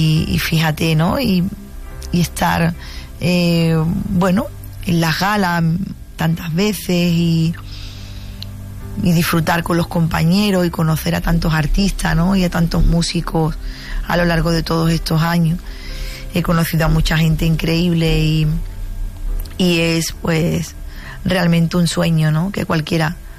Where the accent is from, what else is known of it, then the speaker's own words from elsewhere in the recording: Cádiz, Andalusia, Spain; en mi tierra, en Cádiz